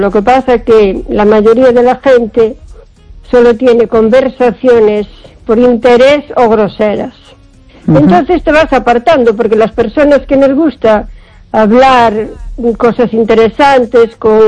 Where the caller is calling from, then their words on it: O Carballiño, Galicia, Spain; de Carballiño.